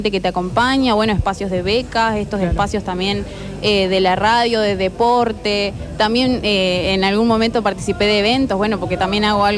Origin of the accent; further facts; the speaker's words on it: San Jaime de la Frontera, Entre Ríos, Argentina; moved away; vengo desde San Jaime de la Frontera, Entre Ríos, no soy de Corrientes